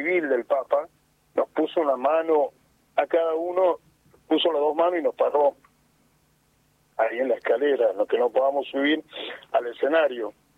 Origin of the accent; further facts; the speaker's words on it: Tucumán, Argentina; born there; La parte de atrás del aeropuerto es un pueblo donde yo nací.